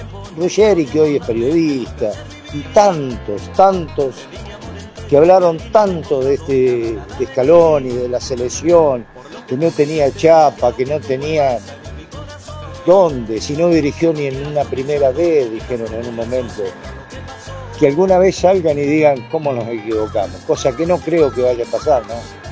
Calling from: Argentina

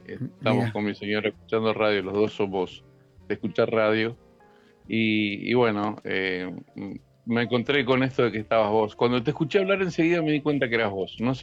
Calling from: Zapala, Neuquén, Argentina; Yo soy de Zapala, Neuquén.

